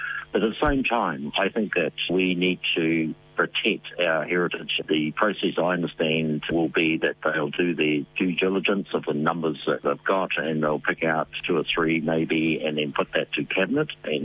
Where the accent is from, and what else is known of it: New Zealand